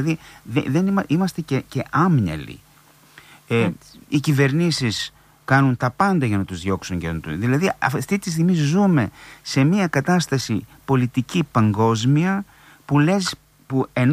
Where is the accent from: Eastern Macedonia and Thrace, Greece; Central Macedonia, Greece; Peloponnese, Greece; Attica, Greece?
Eastern Macedonia and Thrace, Greece; Didymoteicho; σε χωριό μεγάλωσα στο Διδημότυχο